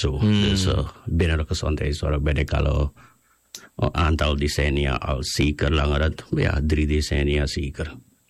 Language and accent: Dutch; Suriname; Ik ben een Surinamer, Maron afkomst.